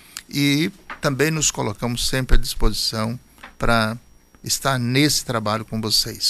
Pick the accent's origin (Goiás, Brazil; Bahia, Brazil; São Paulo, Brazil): Goiás, Brazil; Eu que sou lá do Goiás, do meião do Goiás